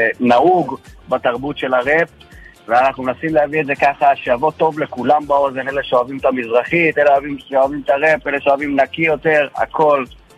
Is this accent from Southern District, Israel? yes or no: yes; Netivot, Southern District, Israel; אני מהדרום, נתיבות, אני בן 27, המון שנים אני במוזיקה ברוך השם